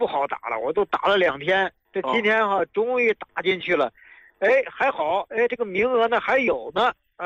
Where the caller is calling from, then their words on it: Xianyang, Shaanxi, China; 我是，咱陕西咸阳渭城区的。